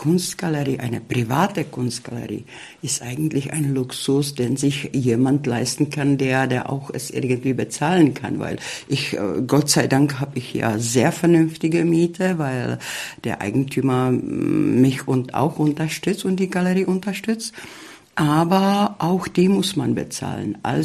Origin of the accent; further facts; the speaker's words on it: Ústí nad Labem Region, Czechia; also born or lived in Spain; ich komme zwar aus Tschechien, aber sozusagen, ich bin eine gebürtige Oberlausitzerin, weil ich wirklich, ich bin, weil ich an der Quelle von Mandau geboren zur Welt gekommen bin.